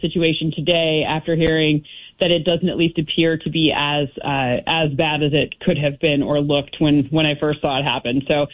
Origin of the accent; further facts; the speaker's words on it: Midwest, United States; I'm a Midwesterner. I understand his interviews did not necessarily go over the way that a Midwestern audience might like to hear.